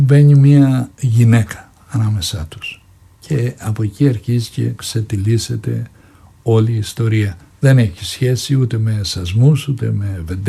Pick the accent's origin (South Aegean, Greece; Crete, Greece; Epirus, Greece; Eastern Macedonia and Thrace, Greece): Crete, Greece; Anogeia; ξεχυλίζουν τώρα να παίξω στο χωριό μου και να κάνω και τον πιο εμβληματικό ήρωα του χωριού που μεγαλούργησε … που τον έζησα, τον πατέρα του, τον έζησα.